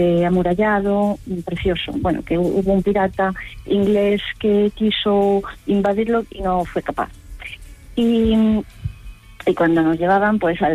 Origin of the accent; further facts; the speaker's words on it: Galicia, Spain; soy de Galicia profunda, de cerca de la raya con Portugal, y en los veranos íbamos a Bayona, que es un pueblo de la Pontevedra, de la provincia de Pontevedra.